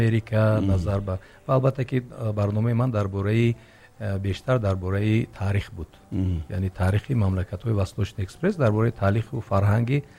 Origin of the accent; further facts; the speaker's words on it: Tajikistan; now in New York, United States; من از تاجیکستان هستم و مردمی ما خیلی باسواد هستند